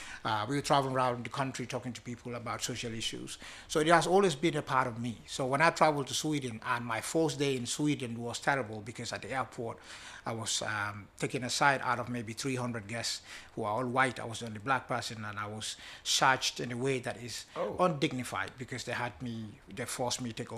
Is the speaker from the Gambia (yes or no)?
yes; Bakau, Kanifing, Gambia; But before all that, I'm a guy from Bacau. I was born not very far from here, Bacau Newtown, raised there with siblings, three siblings, and with a community with faith and discipline.